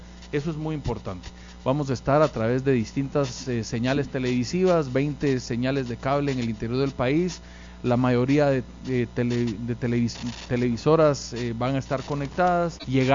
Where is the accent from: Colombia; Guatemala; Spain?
Guatemala